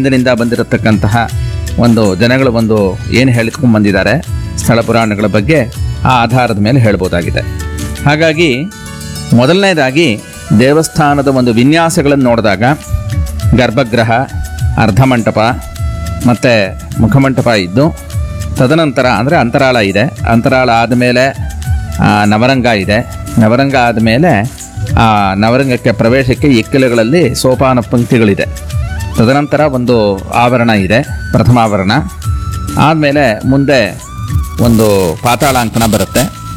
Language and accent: Kannada; Mysuru district, Karnataka, India; now in Mysuru, India; ಇಲ್ಲೇ ಶ್ರೀಕೋಟೆ ತಾಲೂಕಿನ ಕೇಬಳತೂರು ಗ್ರಾಮದವರು. ಇರೋದಿವ ವಾಸ ಮೈಸೂರಿನಲ್ಲಿ.